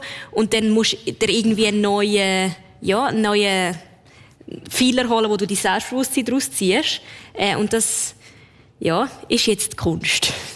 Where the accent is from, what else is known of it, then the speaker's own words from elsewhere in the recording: Lucerne, Switzerland; moved away as an adult; now in Zurich, Switzerland; Also ich bin dann von Luzern auf Zürich gezogen und das erste Mal wieder etwas Eigenes.